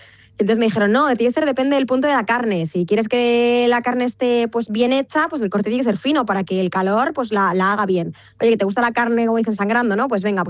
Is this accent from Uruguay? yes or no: no; Cabanillas del Campo, Castilla-La Mancha, Spain; yo en la carnicería de mi pueblo, de Cabanillas del Campo, pues a veces no iba